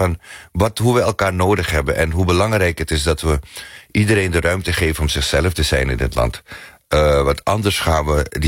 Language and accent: Dutch; Netherlands; Ik ben gewoon een freaking Nederlander. En ik heb een onmiskenbare Surinaamse identiteit.